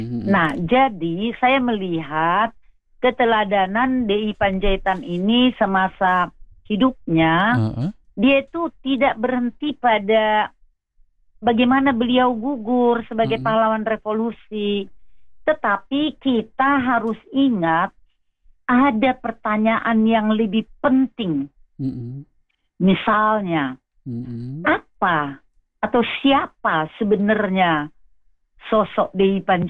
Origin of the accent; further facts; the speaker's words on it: Balige, North Sumatra, Indonesia; Balige, di kampungku juga nih.